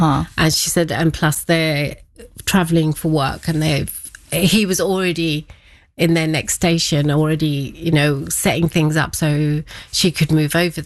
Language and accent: English; India